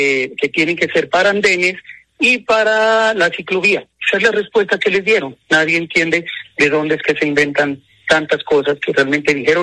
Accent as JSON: {"language": "Spanish", "town": "Pasto", "region": "Nariño", "country": "Colombia"}